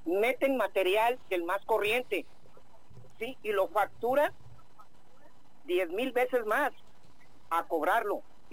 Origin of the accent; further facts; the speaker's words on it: Monterrey, Nuevo León, Mexico; en mi pueblo, en la ciudad de Monterrey, sí, nunca falta el agua en un año.